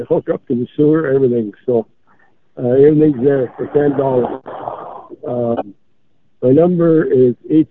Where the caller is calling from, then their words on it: Portage la Prairie, Manitoba, Canada; Hi, from Portage Prairie.